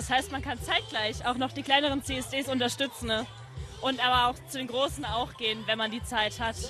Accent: Saxony, Germany; Nein, ich komme aus Sachsen.

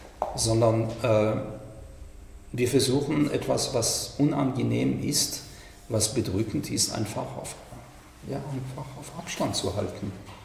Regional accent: France; German is a second language; Ich komme aus Frankreich. Mir ist es sehr wichtig. Nicht nur Deutschland hat ein Problem mit seiner Vergangenheit, sondern auch Frankreich.

